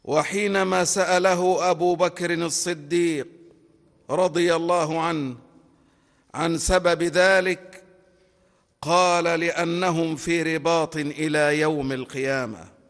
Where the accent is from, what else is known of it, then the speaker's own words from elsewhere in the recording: Egypt; اللهم احفظ بلدنا مصر